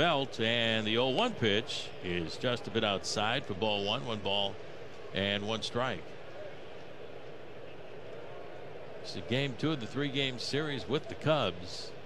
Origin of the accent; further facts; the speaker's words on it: Chicago, Illinois, United States; I grew up in Chicago, and it's nothing but day baseball.